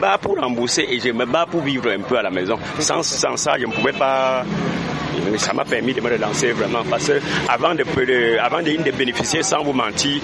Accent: Cameroon; nous sommes Camerounais.

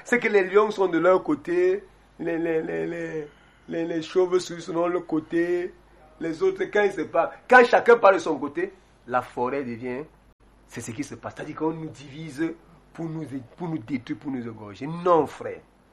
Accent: Cameroon; on a grandi ici en Konongo. Je parle Lombo

